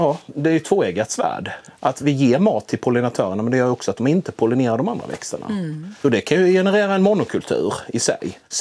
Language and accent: Swedish; Blekinge, Sweden